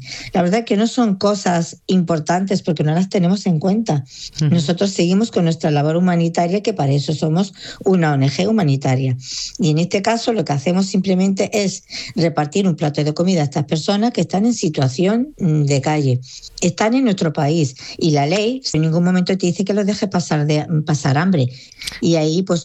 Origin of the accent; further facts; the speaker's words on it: Ceuta, Spain; ¿Que nos tenemos que tatuar que somos españoles o que somos ceutíes?